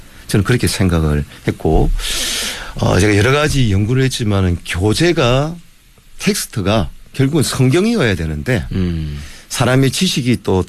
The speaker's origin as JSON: {"language": "Korean", "region": "Busan", "country": "South Korea", "tie": "born or raised there", "also_born_or_lived": "Masan", "said": "태어난 곳은 마산인데 삶의 어떤 뭐 무슨 생활을 끄는 부산이었다 보니까"}